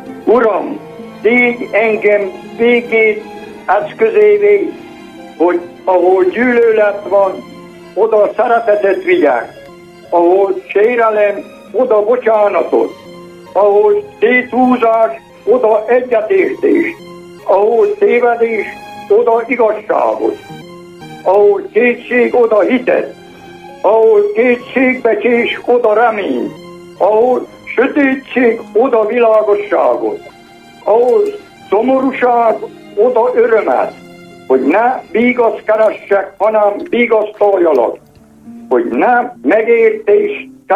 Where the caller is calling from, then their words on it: Kápolnás, Hungary; kápolnásról.